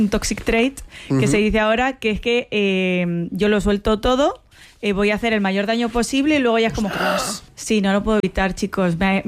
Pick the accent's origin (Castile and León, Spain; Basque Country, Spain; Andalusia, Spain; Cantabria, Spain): Andalusia, Spain; Chipiona; Y yo la verdad es que soy una piedradura de Chipiona.